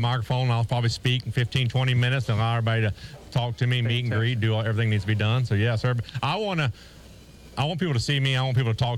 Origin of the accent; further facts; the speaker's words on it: Winter Haven, Florida, United States; Third generation from Winter Haven, Polk County, Florida my whole life.